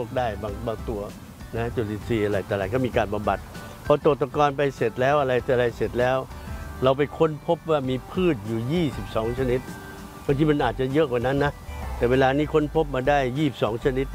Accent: Phetchaburi, Thailand; born there; ผลสุดท้ายก็เลยได้บ้านในบ้านตัวเองนะที่จังหวัดเพชรบุรีเพราะปู่เกิดที่จังหวัดเพชรบุรีนะ

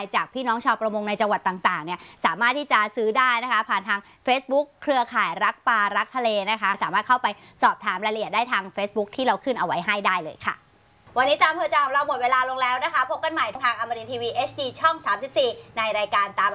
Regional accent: Southern Thailand, Thailand; ไม่ได้เราเป็นคนใต้

